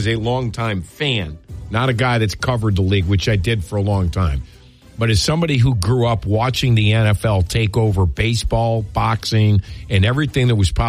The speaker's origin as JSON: {"language": "English", "country": "United States", "said": "I'm an American."}